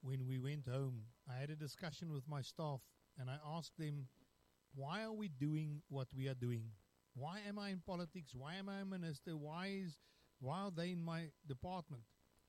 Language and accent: English; Mpumalanga, South Africa; I must just first say that I grew up in Sanin. So places like Ihani and Hoedspruit are very close to my heart.